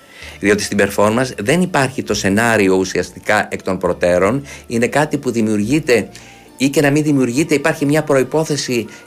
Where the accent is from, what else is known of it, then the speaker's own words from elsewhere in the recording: Greece; ως Έλληνες δημιουργοί και καλλιτέχνες